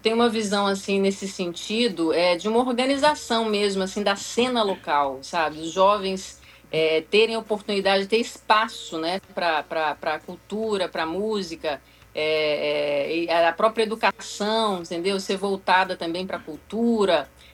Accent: Vitória, Espírito Santo, Brazil; Eu sou de Vitória

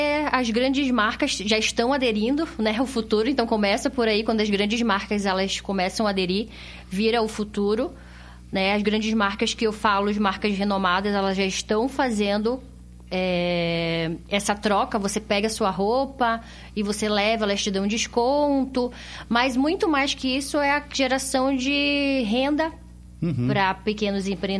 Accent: Belém, Pará, Brazil; now in Curitiba, Brazil; Eu sou de Belém do Pará.

